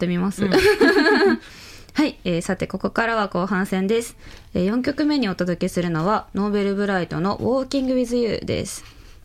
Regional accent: Kanzaki District, Hyogo, Japan; born or raised there; moved away; also born or lived in Himeji

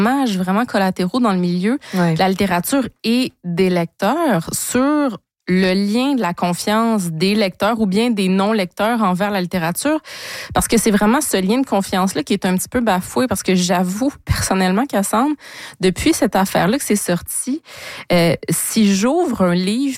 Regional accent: Canada; en tant que Canadien, puisque ça touche un des nôtres.

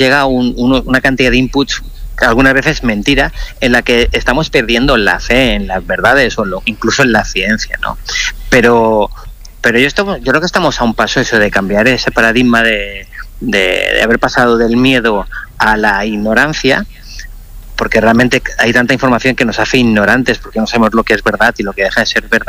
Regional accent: Balearic Islands, Spain; accent: Mallorquín; first language Catalan (Mallorquín); Spanish is a second language; en mi lengua materna, mallorquín

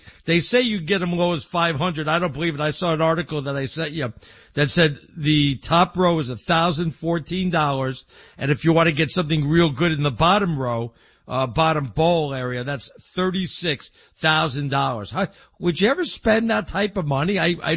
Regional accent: Arizona, United States; moved away; I'm from Arizona.

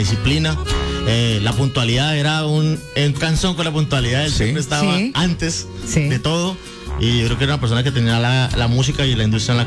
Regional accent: Villavicencio, Meta, Colombia; moved away as an adult; also born or lived in Medellín; now in Bogotá, Colombia; Yo soy llanero, claro, 100%

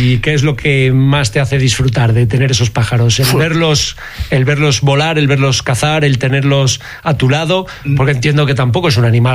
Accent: Lugueros, Castile and León, Spain; born there; fue en mi pueblo, en Lugueros

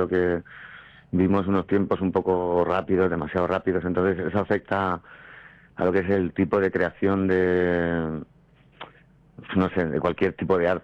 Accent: Matola, Valencian Community, Spain; yo soy muy de haber vivido esas fiestas de mi pueblo, ¿no? Yo soy una pedanía en Matola.

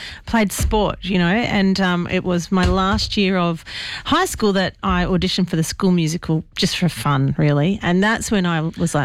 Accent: Mascot, New South Wales, Australia

